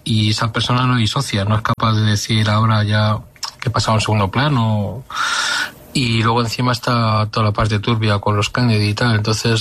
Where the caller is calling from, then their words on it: Madrid, Community of Madrid, Spain; de Madrid.